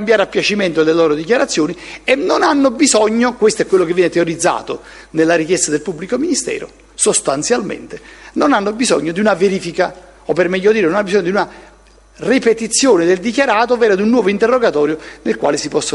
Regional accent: Naples, Campania, Italy

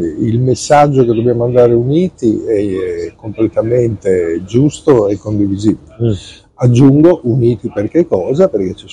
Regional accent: Bologna, Emilia-Romagna, Italy; Guarda, io sono un bolognese

